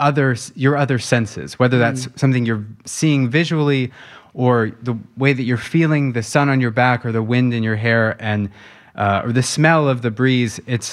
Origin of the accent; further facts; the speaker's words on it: Sunriver, Oregon, United States; also born or lived in Los Angeles / London; It was. I grew up in Sun River, Oregon, and both of my parents very outdoorsy, you know, hunting, fishing, kayaking, golfing.